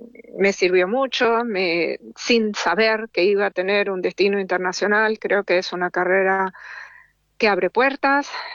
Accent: Buenos Aires, Argentina; also born or lived in Rosario / Formosa / Chaco; now in Stuttgart, Germany; Nací en Rosario, nos trasladamos a Formosa, luego a Chaco y finalmente a Buenos Aires. Y de ahí despegué para Alemania.

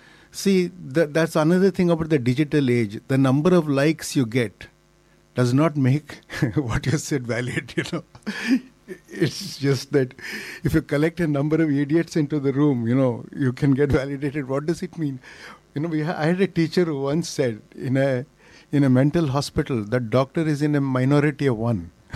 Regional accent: Bangalore, Karnataka, India; born there; I was born in Bangalore, so Bangalore is my favorite city.

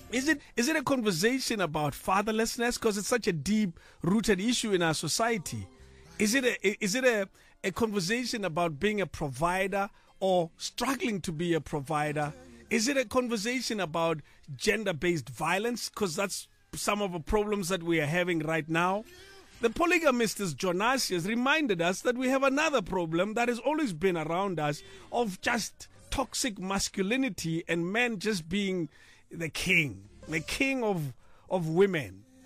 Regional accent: South Africa; as us, as South African

